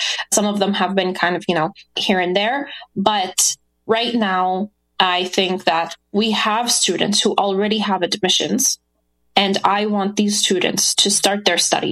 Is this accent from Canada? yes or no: yes; Canada; That's my question as a Canadian citizen myself.